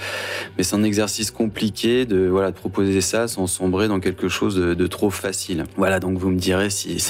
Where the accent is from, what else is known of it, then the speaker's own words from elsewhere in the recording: Le Havre, Normandy, France; Alors, je viens du Havre.